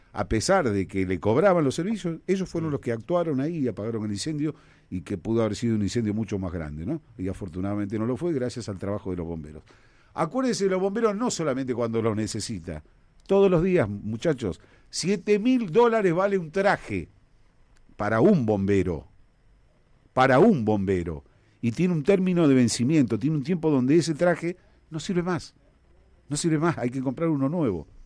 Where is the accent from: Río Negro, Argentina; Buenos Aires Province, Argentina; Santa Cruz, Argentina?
Buenos Aires Province, Argentina; Quilmes; yo soy de Quilmes Oeste